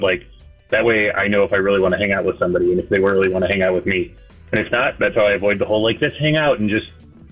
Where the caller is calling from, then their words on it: Garden City, United States; I am calling from Garden City.